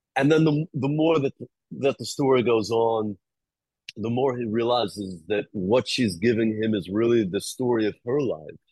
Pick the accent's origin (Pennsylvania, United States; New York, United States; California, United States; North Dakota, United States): New York, United States; I grew up in the Hudson Valley, grew up house in the woods